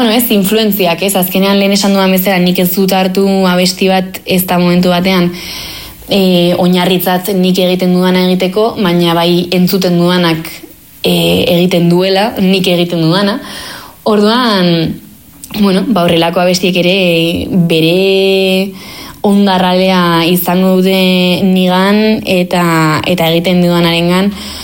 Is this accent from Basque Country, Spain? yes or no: yes; Basque Country, Spain; first language Basque; Nik abestiak euskeraz idazten dut, euskeraz bizi naizelako, euskeraz ikasi dut, jaio naiz, eta hala ateratzen zait